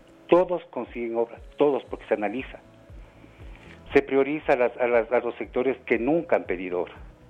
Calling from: Quito, Pichincha, Ecuador; Llamo desde Solanda

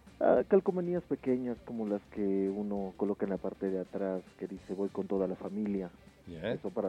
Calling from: Quito, Pichincha, Ecuador; Del sector de La Mariscal

